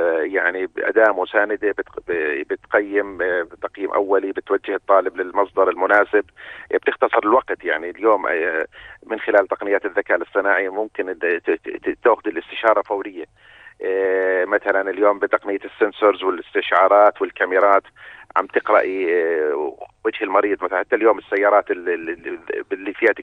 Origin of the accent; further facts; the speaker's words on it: Jordan; عمادات شؤون الطلبة عندنا بالأردن